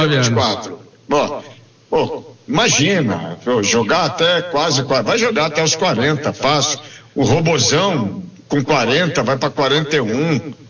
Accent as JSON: {"language": "Portuguese", "country": "Brazil", "said": "não sei se só para nós que somos brasileiros, né?"}